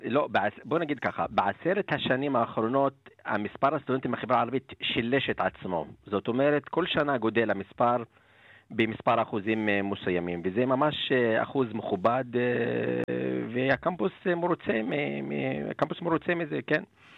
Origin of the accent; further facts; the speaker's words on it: Arab al-Aramshe, Northern District, Israel; במקור צפונאי מערב אל-עראם של יד הגבול.